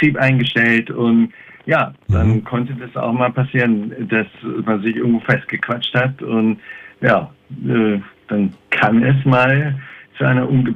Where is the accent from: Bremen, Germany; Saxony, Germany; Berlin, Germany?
Bremen, Germany; Bremerhaven; born there; Ich bin tatsächlich in Bremerhaven geboren und dann viel rumgekommen.